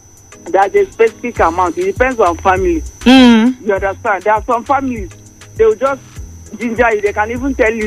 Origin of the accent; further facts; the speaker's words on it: Ezeagu, Enugu State, Nigeria; I'm from Enugu, Ezeagu, yes, Ezeagu local government.